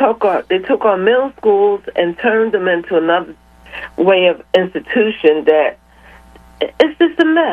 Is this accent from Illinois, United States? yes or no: no; Philadelphia, Pennsylvania, United States; growing up in South Philly.